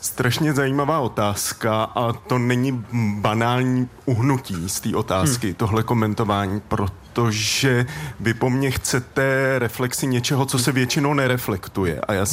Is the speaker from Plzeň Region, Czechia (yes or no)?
yes; Stříbro, Plzeň Region, Czechia; Já vyrůstal jsem ve Střívře na Tachovsku